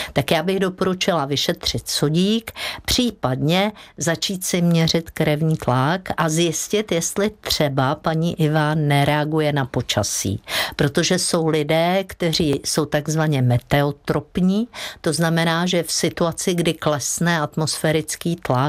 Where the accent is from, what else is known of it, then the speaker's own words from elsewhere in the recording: Prague, Czechia; Tak u vás se to nedělalo, u nás na Žižkově, to víte, tam se děly věci.